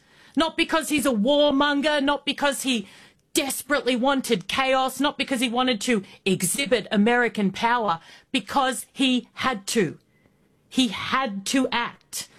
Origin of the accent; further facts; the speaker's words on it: Australia; Yes, I'm an Aussie, but I make a show, the … Show, that is for America